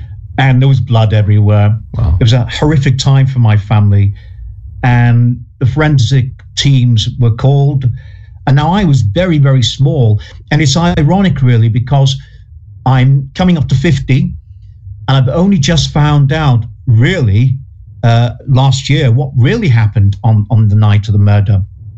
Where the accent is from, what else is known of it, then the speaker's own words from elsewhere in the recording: Rock Ferry, North West England, United Kingdom; I grew up in Rock Ferry, which is part of Wirral